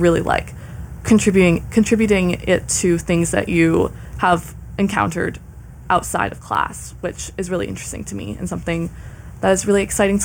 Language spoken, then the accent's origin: English; San Diego, California, United States; moved away as an adult; I'm from San Diego